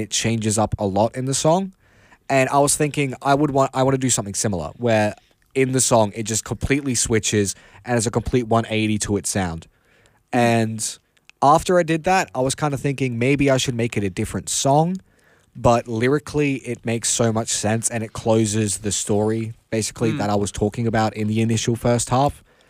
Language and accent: English; Salisbury, South Australia, Australia; I'm from Salisbury, so I'm from the Hood